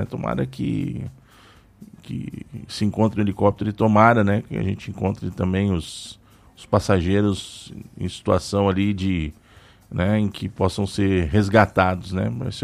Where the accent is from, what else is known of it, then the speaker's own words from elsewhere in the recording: Brazil; Eu sou brasileiro com muito orgulho, com muito amor, né?